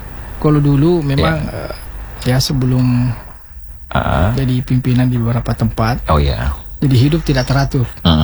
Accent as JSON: {"language": "Indonesian", "town": "Pinrang", "region": "South Sulawesi", "country": "Indonesia", "tie": "born or raised there", "said": "Nah, itu saya waktu itu di kampung. Kebetulan kampung saya itu di Pinrang."}